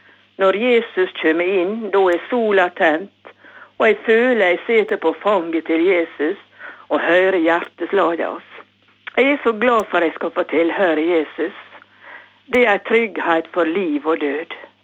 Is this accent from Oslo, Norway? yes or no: no; Lepsøya, Møre og Romsdal, Norway; now in Vigra, Norway; Jeg kommer egentlig fra Løfsøya, og den fine øya, den ser jeg rett fra kjøkkenvinduet mitt.